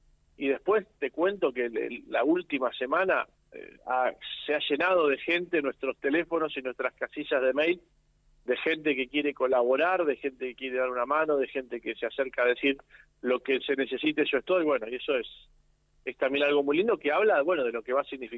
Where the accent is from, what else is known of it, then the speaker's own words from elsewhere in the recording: Argentina; Mira, yo creo que en primer lugar significa que estamos como argentinos ante una ocasión histórica, ¿no?